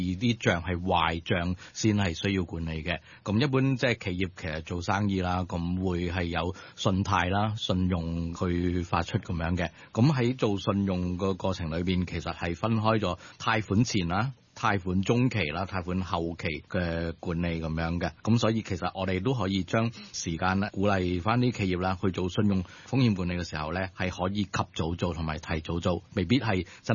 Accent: Macau; 咁系嚟自于澳门嘅。咁我本身系澳门人啦

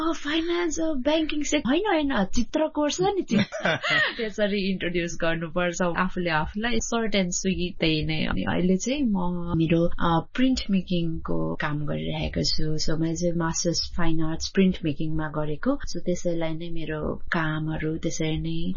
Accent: Dharan, Koshi Province, Nepal; now in Hong Kong; म चाहिँ नेपालमा जन्मेको हुर्केको चाहिँ मेरो धरान, मेरो पुर्ख्यौली घर चाहिँ भनेको भोजपुर, अनि हामीहरू माइग्रेसन हुँदै हुँदै आएको, अनि अहिले चाहिँ म हङकङमा छु, तर मेरो पढाइहरू सबै नेपालमा नै भएको।

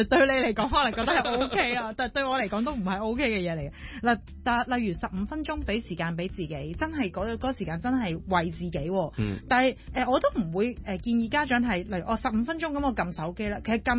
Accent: Hong Kong

